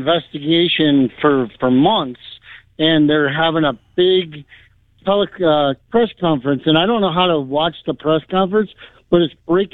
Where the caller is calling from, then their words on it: Wisconsin, United States; from Wisconsin.